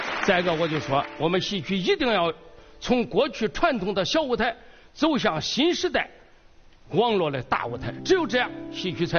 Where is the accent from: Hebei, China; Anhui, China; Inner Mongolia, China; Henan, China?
Henan, China; 我们河南的李元春